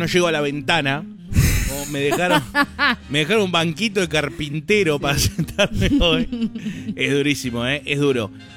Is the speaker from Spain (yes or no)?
no; Argentina; No, somos racistas, muchachos, y somos argentinos.